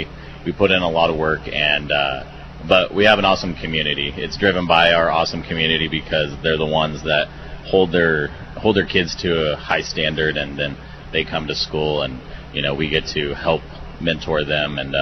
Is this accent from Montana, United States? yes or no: no; Edgewood, California, United States; moved away; I grew up in Siskiyou County on a large, dusty ranch